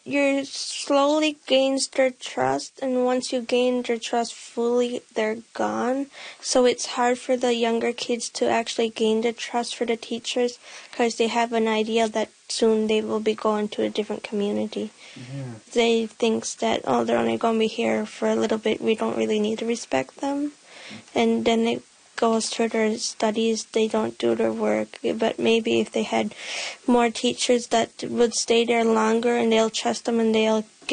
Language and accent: English; Hopedale, Newfoundland and Labrador, Canada; I'm from Hopedale, Labrador.